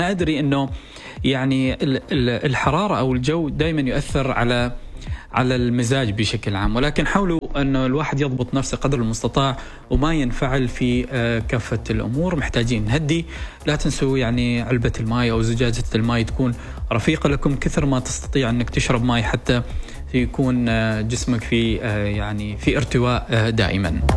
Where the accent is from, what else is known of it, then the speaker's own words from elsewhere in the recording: Oman; بلدنا عمان